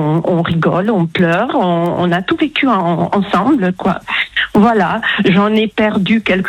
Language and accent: French; Toulouse, Occitanie, France; Alors, je suis de Toulouse, au soleil.